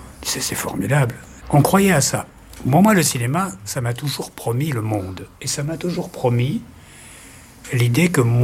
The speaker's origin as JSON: {"language": "French", "town": "Paris", "region": "Île-de-France", "country": "France", "tie": "born there", "said": "Moi, je suis né à Paris. Moi, tout mon imaginaire, toutes mes émotions, mon ancrage"}